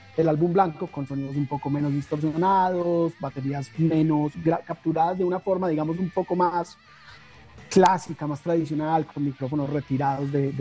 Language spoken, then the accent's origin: Spanish; Antioquia, Colombia; yo soy antioqueño y quería hacer algo más relacionado, más cercano a, pues a los Andes, a la región a la que yo pertenezco.